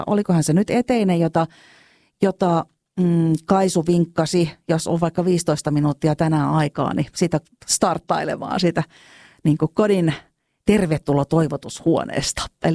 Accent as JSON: {"language": "Finnish", "town": "Kotka", "region": "Kymenlaakso", "country": "Finland", "tie": "born or raised there", "also_born_or_lived": "Helsinki", "said": "muutin Helsingistä takaisin Kotkaan, mistä olen kotoisin"}